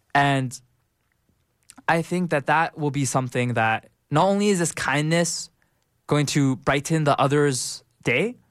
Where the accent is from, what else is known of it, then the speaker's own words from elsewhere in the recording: Pakistan; I'm from Pakistan